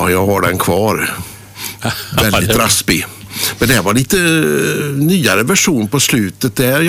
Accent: Stenungsund, Västra Götaland County, Sweden; born there; also born or lived in Säffle, Värmland / Kungälv / Trollhättan; Mamma är från Åmål och pappa är från Svanskog i Säffle kommun. Och så jag är född i Säffle och flyttade enligt uppgift med mina föräldrar från Svanskog till Stenungsund på 1962.

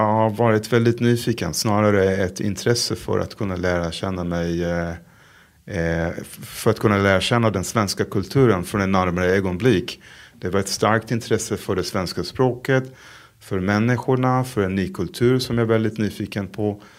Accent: Israel; first language Hebrew; Swedish is a second language; moved away as an adult; now in Sweden; Hebreiska är mitt modersmål, svenska, engelska och så kan jag kommunicera på franska.

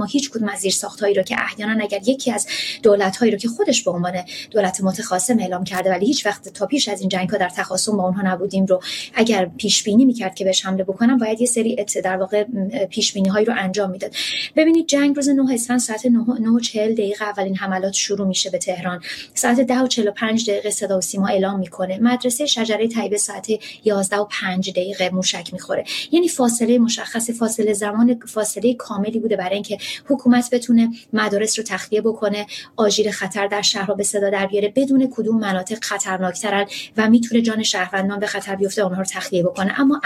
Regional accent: Iran; born or raised there

